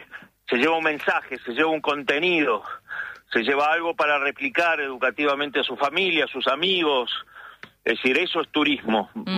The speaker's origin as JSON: {"language": "Spanish", "town": "Bariloche", "region": "Río Negro", "country": "Argentina", "tie": "born or raised there", "also_born_or_lived": "Paraguay / Misiones / Chubut", "moved": "as an adult", "said": "Mira, yo crecí criado en Bariloche. Tengo 67 años y a los 30 y pico me fui a Paraguay"}